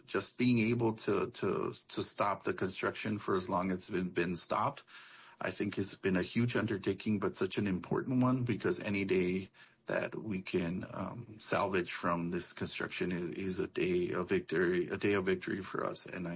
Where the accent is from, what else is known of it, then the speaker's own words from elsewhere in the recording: Texas, United States; also born or lived in New Mexico; I come from West Texas and Southern New Mexico, so I have traveled the border quite extensively